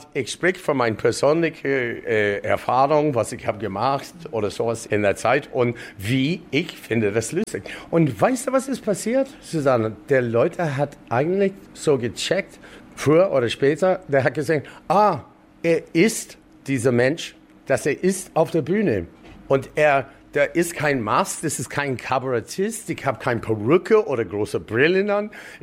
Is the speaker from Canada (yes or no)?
yes; Canada; German is a second language; now in Germany; ich als Kanadier, scheißegal, ich bin hier so lang